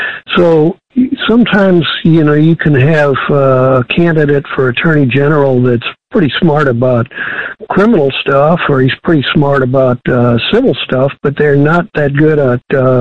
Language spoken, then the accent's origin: English; California, United States; I'm the guy from California, so I'm not going to interfere my way into the state.